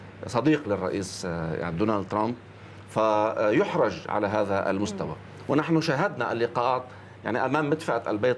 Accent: Lebanon; نحن كلبنانيين

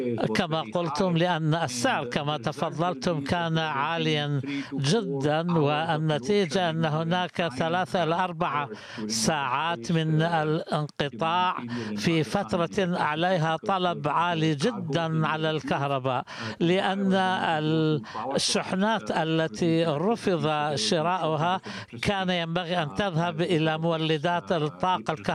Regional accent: Pakistan

